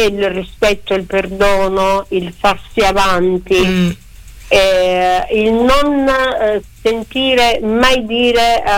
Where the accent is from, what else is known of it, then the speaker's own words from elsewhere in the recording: Sicily, Italy; Io sono siciliana, vengo da una tradizione familiare molto, sai